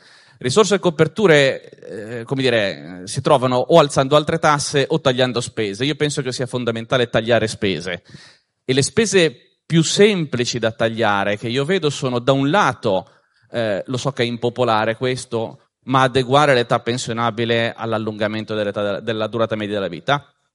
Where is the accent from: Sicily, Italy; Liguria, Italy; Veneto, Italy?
Liguria, Italy; Genoa; Io sono genovese, dalle mie parti si dice che la salute senza i soldi è una mezza malattia.